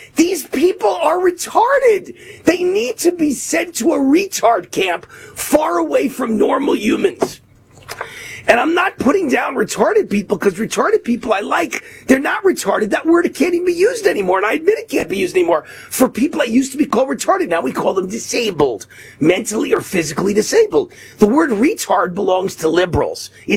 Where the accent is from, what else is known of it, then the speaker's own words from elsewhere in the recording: New York, United States; I was from the rough streets of New York.